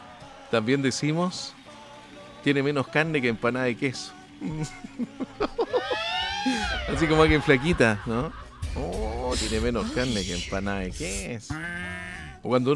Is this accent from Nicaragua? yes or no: no; Chile; somos chilenos todo el año